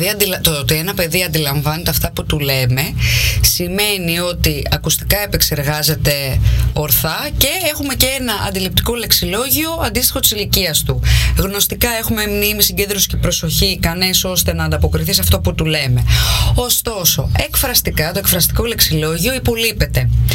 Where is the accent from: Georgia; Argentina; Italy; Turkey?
Italy; Δηλαδή, εγώ είμαι Ιταλίδα και ο Στέργιος είναι από την Ελλάδα και έχουμε ένα παιδί, του μιλάμε και τις δύο γλώσσες.